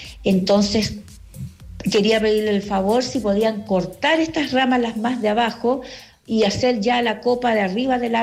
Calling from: La Cruz, Valparaíso, Chile; Yo soy de La Cruz

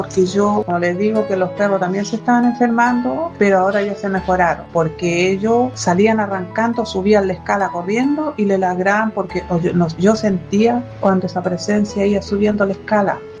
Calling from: Limache, Valparaíso, Chile; De Limache.

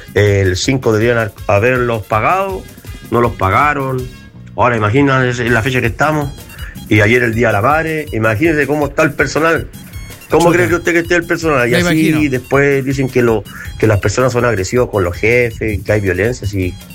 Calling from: Chile; nosotros como chilenos, nosotros vinimos a trabajar acá

